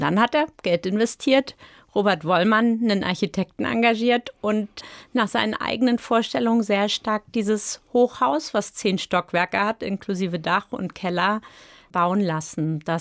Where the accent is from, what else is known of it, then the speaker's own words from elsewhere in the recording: Wiesbaden, Hesse, Germany; born there; ich komme aus Wiesbaden